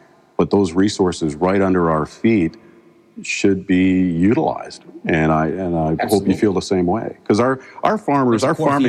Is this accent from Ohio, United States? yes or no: yes; Cleveland, Ohio, United States; I can remember growing up in Cleveland in the 60s where we still had Victory Farms, where as one of 11 kids